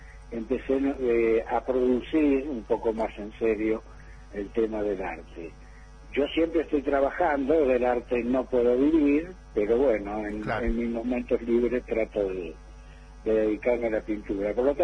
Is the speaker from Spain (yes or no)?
no; Uruguay; also born or lived in Buenos Aires / San Pedro de Jujuy; now in San Salvador de Jujuy, Argentina; te comento que soy uruguayo, debe ser de los pocos uruguayos que hay en la provincia de Jujuy. Vine acá hace 50 años, pero a Buenos Aires. A Jujuy llegué ahora unos 15 años con trabajo